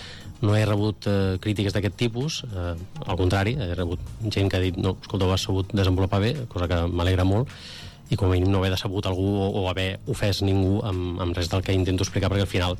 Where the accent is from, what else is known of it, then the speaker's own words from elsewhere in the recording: Catalonia, Spain; sóc de Baix Llobregat